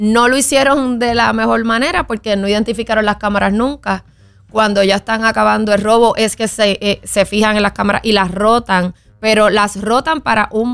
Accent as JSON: {"language": "Spanish", "country": "Puerto Rico", "said": "Somos puertorriqueños"}